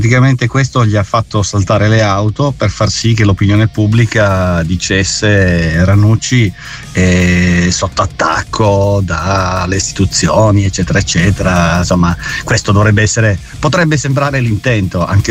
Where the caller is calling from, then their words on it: Turin, Piedmont, Italy; da Torino